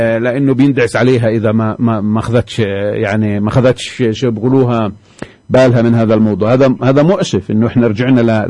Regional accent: Hebron, West Bank, Palestine; عندنا بالخليل

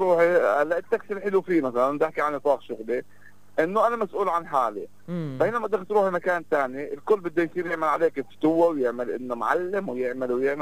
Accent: Nablus, West Bank, Palestine; هي موجودة فعليا بس مش عندنا بنابلس

